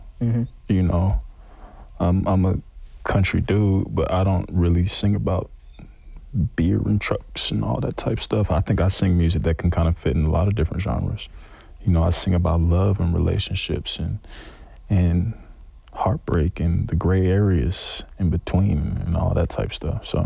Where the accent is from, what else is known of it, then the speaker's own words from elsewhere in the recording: Atlanta, Georgia, United States; Like, I don't want to do that because, you know, I'm from Atlanta.